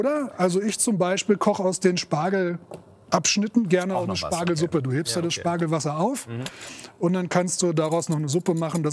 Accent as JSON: {"language": "German", "region": "Lower Saxony", "country": "Germany", "said": "Ich komme ja aus der Lüneburger Heide. Das ist auch so ein Spargelanbaugebiet. Ja. Und da sind auch viele Bienenstöcke, viel Honig, sehr regional."}